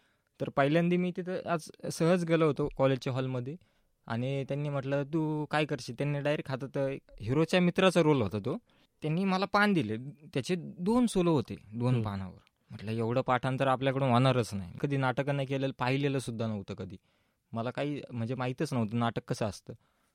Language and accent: Marathi; Ahmednagar, Maharashtra, India